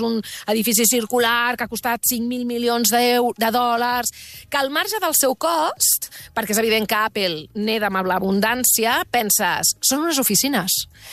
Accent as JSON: {"language": "Catalan", "region": "Catalonia", "country": "Spain", "said": "m'obre moltes més portes dir que soc del Barça, que soc sòcia del Barça, de parlar de Catalunya o de Barcelona"}